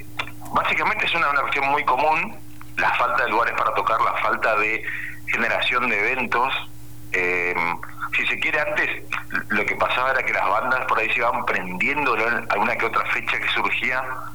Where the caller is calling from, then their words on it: Posadas, Misiones, Argentina; Somos 4 músicos, somos de Posadas